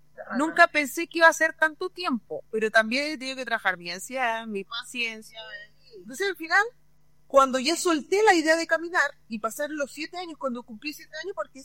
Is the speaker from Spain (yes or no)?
no; Santiago, Santiago Metropolitan Region, Chile; moved away as an adult; now in Viña del Mar, Chile; me vine de Santiago a Viña, yo soy de Santiaguina